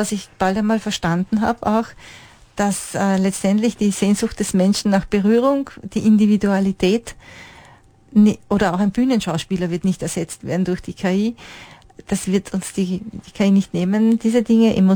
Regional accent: Austria; Ich lebe sehr gerne in Österreich.

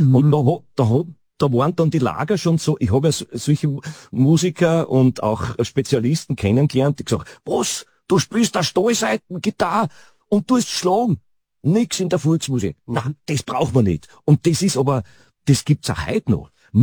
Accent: Eisenerz, Styria, Austria; Wie gesagt, ich bin in Eisenerz aufgewachsen, 59er Baujahr, 1970, 75, da so ein Bärsch mit 14, 15 Jahren, so habe ich mit Gitarrespielen angefangen.

